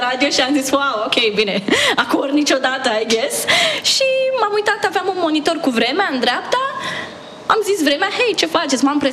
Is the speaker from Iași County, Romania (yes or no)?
yes; Iași, Iași County, Romania